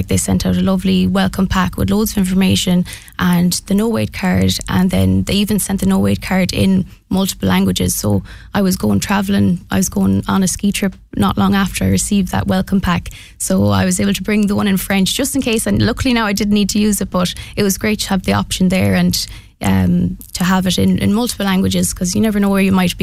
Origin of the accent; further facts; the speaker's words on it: Mayo, Connacht, Ireland; now in Loughrea, Ireland; I'm from Mayo